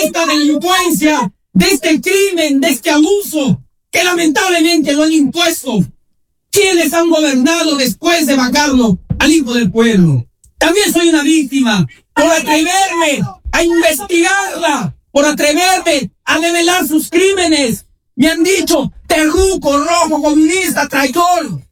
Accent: Arequipa, Peru; pero sobre todo, como arequipeño, exhortar que otro arequipeño como Jorge Nieto pueda decirle a los arequipeños

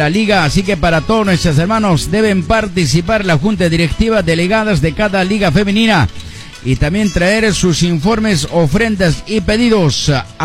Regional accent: Paruro, Cusco, Peru; el consistorio de Chiviamaru, mi tierra linda.

